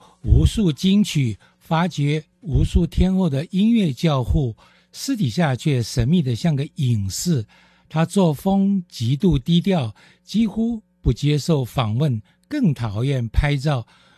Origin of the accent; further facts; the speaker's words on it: Taiwan; 我们台湾人